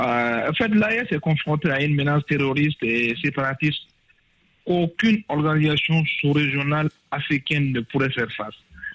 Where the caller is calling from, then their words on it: Bamako, Mali; Non, pas du tout, monsieur Rouen.